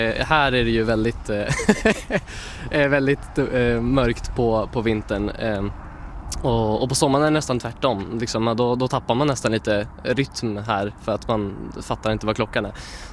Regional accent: Spain; also born or lived in Sweden; Så jag är lika mycket från Sverige som jag är från Spanien.

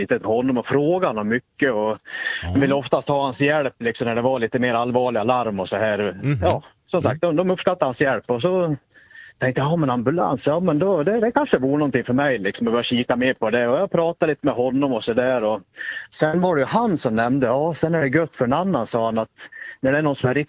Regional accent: Vansbro, Dalarna County, Sweden; hemma i Vansbro där jag kommer ifrån.

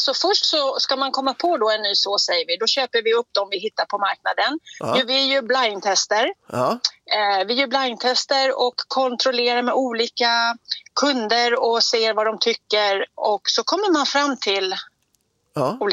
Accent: Täby, Stockholm County, Sweden; Jag kommer från Täby men nu är jag på väg ut mot Norrtälje och levererar lite såser.

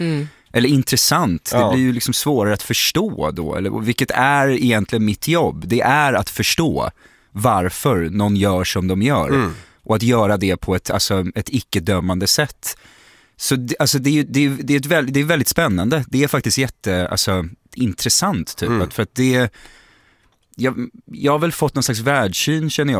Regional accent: Gothenburg, Västra Götaland County, Sweden; Hon hade missat att jag är göteborgare.

